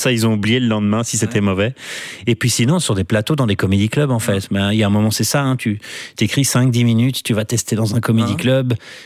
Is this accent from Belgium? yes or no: yes; Brussels, Belgium; Moi, je suis bruxellois